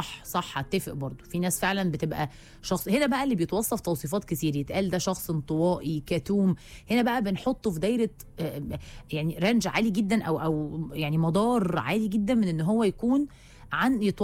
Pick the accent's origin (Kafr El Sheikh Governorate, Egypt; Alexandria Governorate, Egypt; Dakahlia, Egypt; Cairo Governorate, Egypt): Alexandria Governorate, Egypt; Alexandria; من اسكندريه.